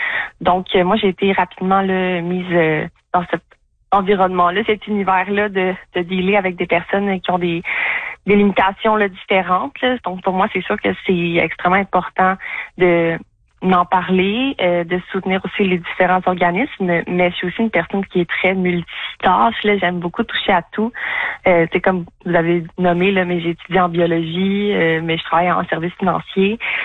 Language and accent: French; Saint-Hyacinthe, Quebec, Canada; also born or lived in Sorel-Tracy; now in Sherbrooke, Canada; j'ai grandi majoritairement en Montérégie à Sainte-Hyacinthe